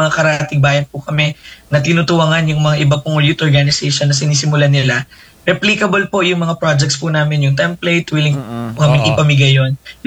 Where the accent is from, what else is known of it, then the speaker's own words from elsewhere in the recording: Paete, Laguna, Philippines; ang bayan po ng Paete ay ang carving capital of the Philippines and arts capital of Laguna. Sobrang ganda po ng bayan namin